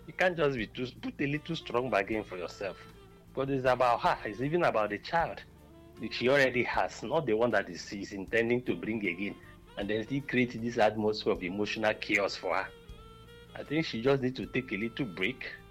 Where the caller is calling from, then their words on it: Enugu, Enugu State, Nigeria; I'm calling you from Enugu.